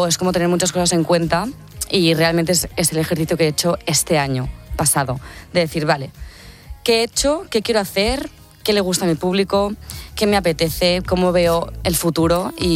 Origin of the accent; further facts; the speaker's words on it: Tiana, Catalonia, Spain